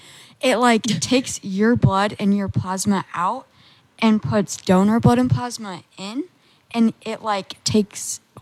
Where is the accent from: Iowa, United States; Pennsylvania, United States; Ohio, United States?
Iowa, United States; Marengo